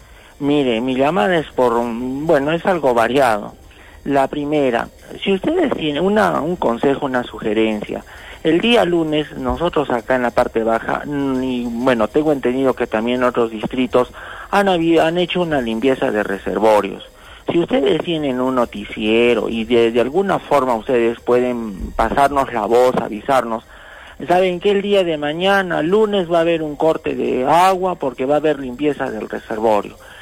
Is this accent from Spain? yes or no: no; Peru; tenemos vergüenza de decir somos peruanos, tenemos vergüenza del idioma